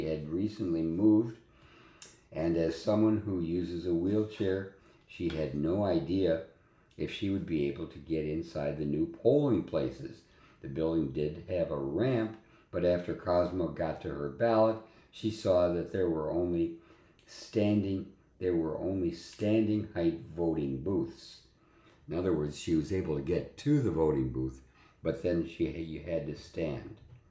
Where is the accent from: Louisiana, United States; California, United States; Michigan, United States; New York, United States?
Michigan, United States; Okay, in Michigan, the state of Michigan, my home state actually